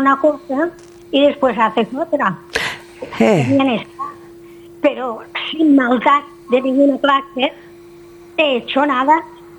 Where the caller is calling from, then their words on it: Es Castell, Balearic Islands, Spain; De Villacarlos.